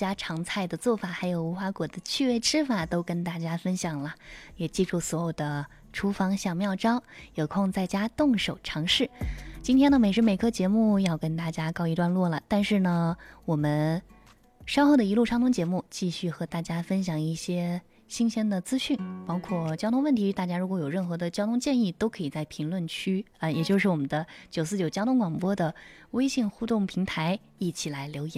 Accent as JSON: {"language": "Chinese", "region": "Xinjiang", "country": "China"}